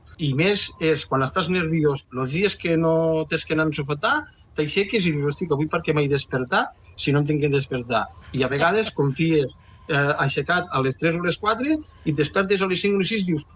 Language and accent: Catalan; Aitona, Catalonia, Spain